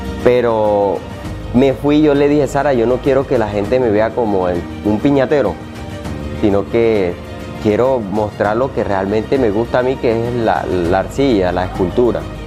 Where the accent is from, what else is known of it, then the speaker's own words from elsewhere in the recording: Fundación, Magdalena, Colombia; born there; moved away as an adult; also born or lived in Venezuela; Soy de Fundación Magdalena. Nací en Fundación Magdalena en el 1986. Estoy joven.